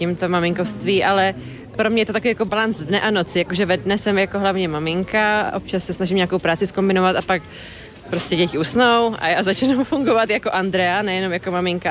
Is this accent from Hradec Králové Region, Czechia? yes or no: yes; Hradec Králové Region, Czechia; Já jsem vyrostla kousek odtud, vlastně v Podkrkonoší, v takový malý vesničce.